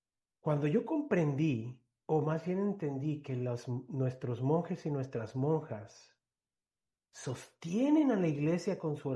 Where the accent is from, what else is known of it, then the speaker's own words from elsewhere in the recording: Ciudad Juárez, Chihuahua, Mexico; yo soy de Ciudad Juárez, Chihuahua, mi esposa es de Cuauhtémoc, Chihuahua